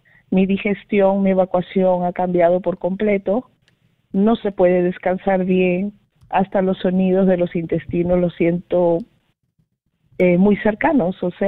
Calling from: Lima, Peru; Me llamo de acá, de Lima, en el distrito de San Miguel.

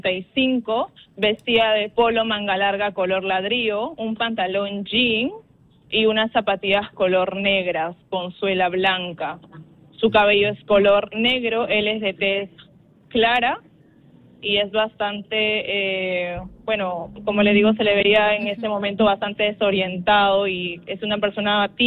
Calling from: Lima, Peru; Desde San Juan de Miraflores.

